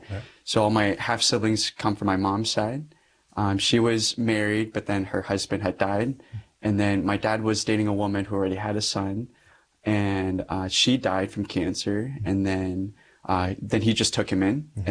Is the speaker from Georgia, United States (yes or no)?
no; Lincoln, Nebraska, United States; born there; I was the only one born in Lincoln.